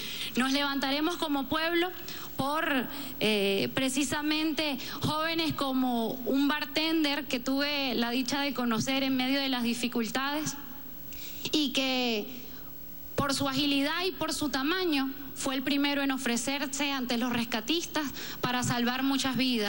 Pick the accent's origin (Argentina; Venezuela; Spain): Venezuela; hoy como jóvenes venezolanos asumimos nosotros el gran reto de convertirnos también en sus nietos y en sus nietas para que culminen sus sueños.